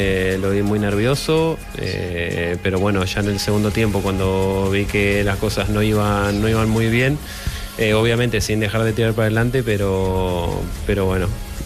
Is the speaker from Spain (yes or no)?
no; Argentina; como todo argentino soy un gran admirador de Lionel Messi.